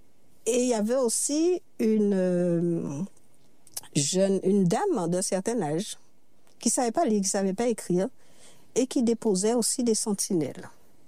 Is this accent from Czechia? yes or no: no; Saint-François, Guadeloupe; born there; moved away as an adult; also born or lived in Saint-Martin; on est né à Saint-François, tout le monde nous connaît.